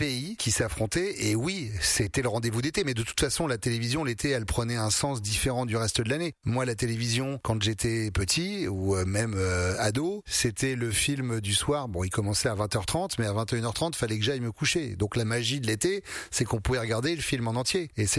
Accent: Nouvelle-Aquitaine, France; Mais moi je suis de ceux qui ont connu le Fort Boyard sans émission de télé dedans, puisque je suis de Charente maritime.

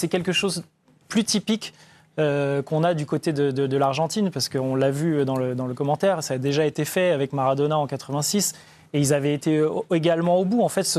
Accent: France; chez nous, en France

